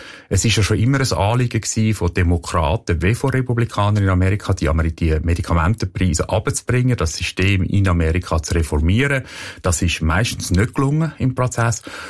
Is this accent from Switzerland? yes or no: yes; Switzerland; als Schweizer, als Europäer.